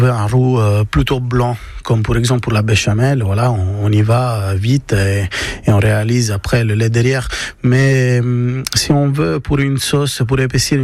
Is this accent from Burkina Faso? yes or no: no; Italy; moi je suis italien